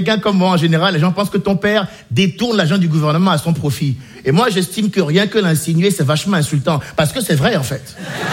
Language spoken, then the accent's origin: French; Benin; born or raised there